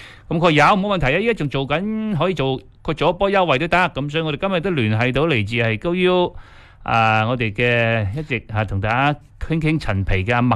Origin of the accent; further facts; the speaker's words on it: Guangdong, China; 我哋广东人